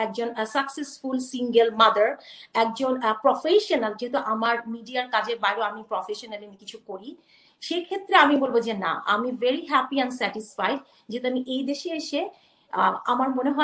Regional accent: Bangladesh; এক হচ্ছে যে আমরা বাংলাদেশি, হ্যাঁ, so we came from like you know একটা ভ্যালুস থেকে, হ্যাঁ, একটা কালচার থেকে।

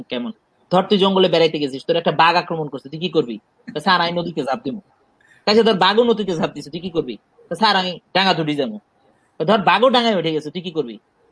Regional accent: Dhaka, Dhaka Division, Bangladesh; also born or lived in Lakshmipur; আমি আসলে ঢাকাতেই বড় হয়েছি, এবং আমার আমার জীবন যাপন, আমার চিন্তা ভাবনা, আমার কথাবার্তা, আমার জোক, আমার লেখালেখি সব জায়গায় আসলে ঢাকাটাই বেশি। আমি ঢাকার এই যানজট, যান্ত্রিকতা এগুলোর মধ্যেই বড় হয়েছি

